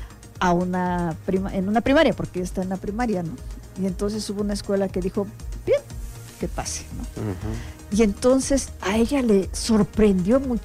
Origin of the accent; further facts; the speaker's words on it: Mexico; tenemos nosotros como mexicanos viendo desfiles